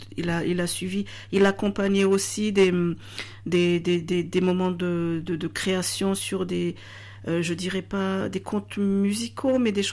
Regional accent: Madagascar; Je suis donc originaire de Madagascar

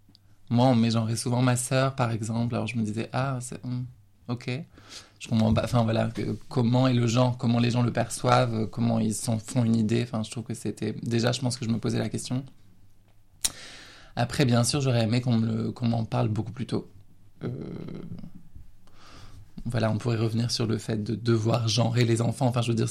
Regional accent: Arras, Hauts-de-France, France; moved away as an adult; Moi, je viens du Pas-de-Calais, donc je suis partie d'Arras.

